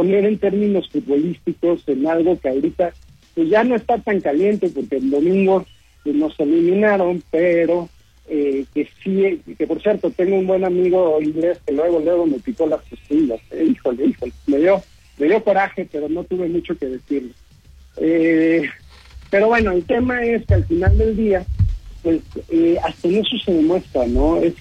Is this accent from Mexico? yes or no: yes; Mexico; nosotros como mexicanos, específicamente en esa zona